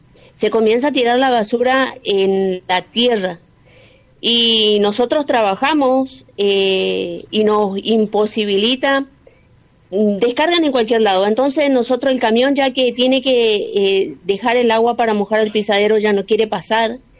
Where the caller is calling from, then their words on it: Campo Largo, Chaco, Argentina; de aquí, de Campo Largo.